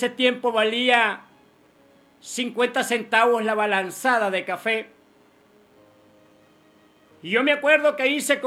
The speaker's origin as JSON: {"language": "Spanish", "town": "Jucuapa", "region": "Usulután", "country": "El Salvador", "tie": "born or raised there", "said": "como nosotros decimos aquí en Jucuapa."}